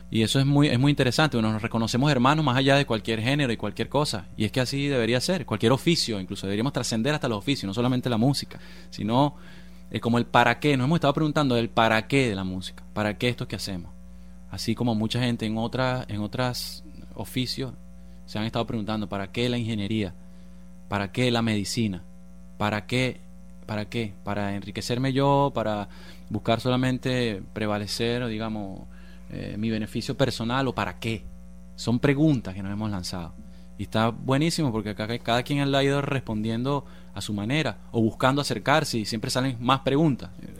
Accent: Venezuela; en mi país, en Venezuela

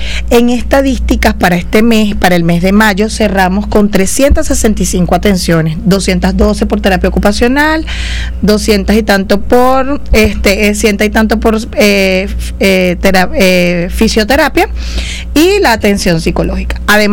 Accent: Ocumare del Tuy, Miranda, Venezuela; nosotros somos de Ocumare del Tuy y pues allá las terapias pues son muy escasas

